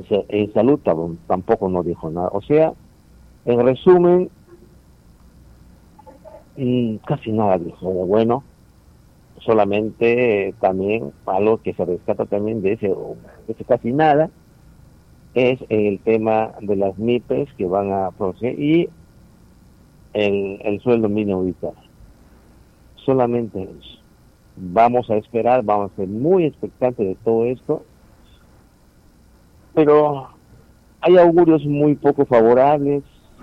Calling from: Peru; Solamente como peruanos hay que lucharle del día a día

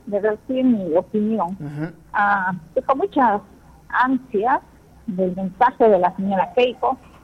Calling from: Peru; Todos los que somos buenos peruanos

